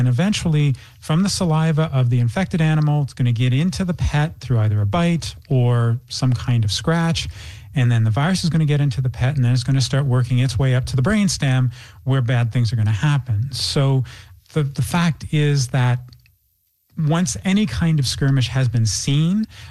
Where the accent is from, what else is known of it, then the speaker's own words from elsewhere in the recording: Toronto, Ontario, Canada; I'm from Toronto.